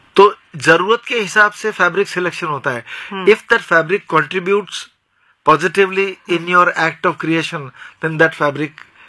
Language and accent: Hindi; Maharashtra, India; मैं खास करके महाराष्ट्र में बड़ा हुआ पला हुआ, तो वहां पर मुझे अभंग में काफी रुचि रही है।